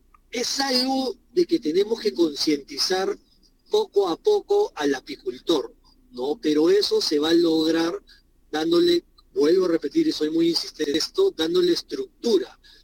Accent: Peru

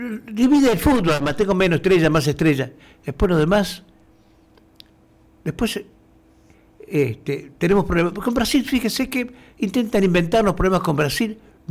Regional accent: Argentina

